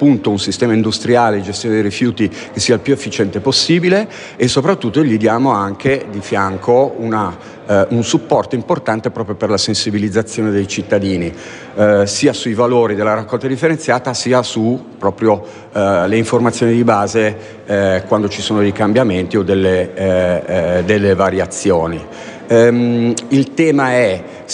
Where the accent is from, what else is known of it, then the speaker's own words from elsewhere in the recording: Milan, Lombardy, Italy; Sì, più che altro io vengo da Milano, quindi questo non è valido